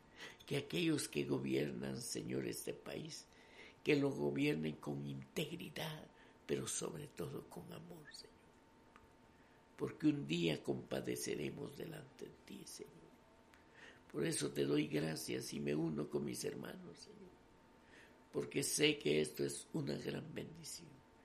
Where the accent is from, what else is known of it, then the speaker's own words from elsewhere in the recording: Guatemala; ayúdanos a seguir siendo buenos guatemaltecos